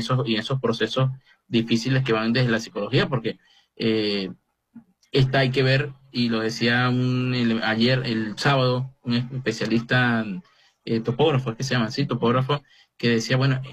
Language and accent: Spanish; Barinas, Venezuela; Yo recuerdo cuando la traje Vargas en Barinas, que yo soy nativo de Barinas